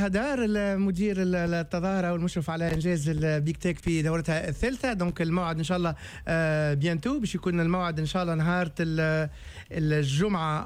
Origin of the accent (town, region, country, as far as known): Tunisia